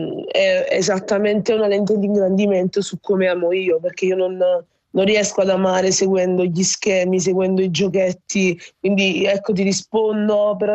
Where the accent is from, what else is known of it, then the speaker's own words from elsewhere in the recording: Lagos, Nigeria; now in Naples, Italy; io sono nigeriana di Lagos, però c'ho pure il cuore napoletano.